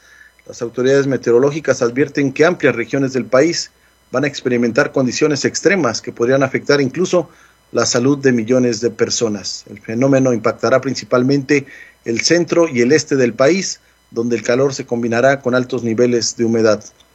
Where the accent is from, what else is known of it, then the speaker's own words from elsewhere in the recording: Mexico; now in Colorado, United States; nosotros como mexicanos